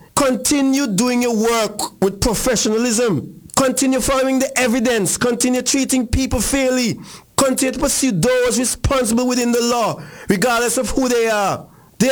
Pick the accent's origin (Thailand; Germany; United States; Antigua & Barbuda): Antigua & Barbuda; We as people of Antigua and Barbuda